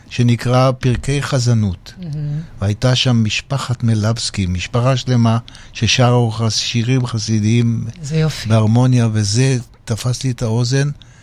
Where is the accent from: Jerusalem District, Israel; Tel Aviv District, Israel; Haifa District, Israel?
Haifa District, Israel; Haifa; אני נולדתי בחיפה.